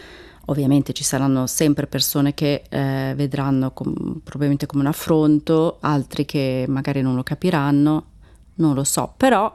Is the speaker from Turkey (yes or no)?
yes; Turkey; Perché, essendo anch'io turca, avevo questa barriera con queste donne, non c'era modo di comunicare.